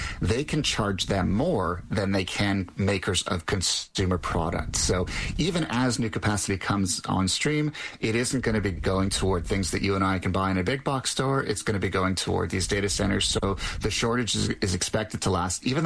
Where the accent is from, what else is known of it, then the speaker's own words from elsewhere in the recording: Canada; being Canadian.